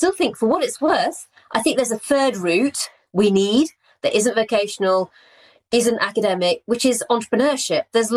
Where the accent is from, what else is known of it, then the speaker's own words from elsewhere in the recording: Rotherham, Yorkshire and the Humber, United Kingdom; I've always said I never met a lawyer growing up in Rotherham.